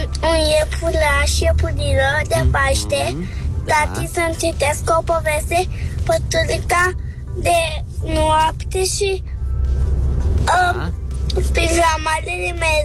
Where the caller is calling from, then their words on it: Bucharest, Romania; din București.